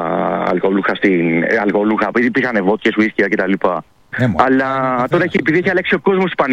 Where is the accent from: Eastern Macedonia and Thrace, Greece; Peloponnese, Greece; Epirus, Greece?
Epirus, Greece; Arta; Καταγωγή μου είναι από Άρτα.